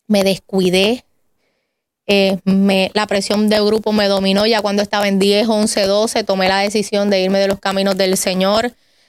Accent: Vega Alta, Puerto Rico; Pues soy del pueblo de Vega Alta, nacida y criada en el Evangelio. Mis papás Jorge y Carmen allá todavía residen en el pueblo de Vega Alta.

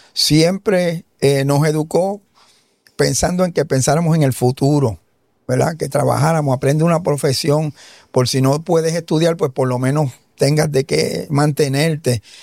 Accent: Ponce, Puerto Rico; soy original de Ponce, vengo de una comunidad cerca del sector El Vigía que se conoce como el barrio San Felipe, barrio segundo de Ponce. Vengo de una familia grande, somos 11 hermanos

